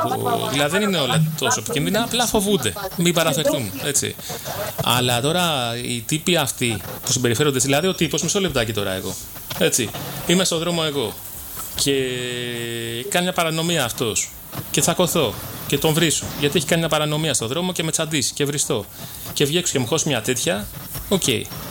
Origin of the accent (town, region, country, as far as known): Greece